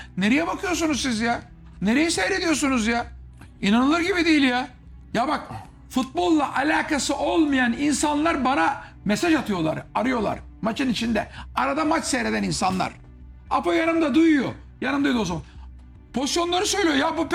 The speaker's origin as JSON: {"language": "Turkish", "region": "Trabzon", "country": "Turkey", "said": "Trabzonluyum, hemşerim benim de."}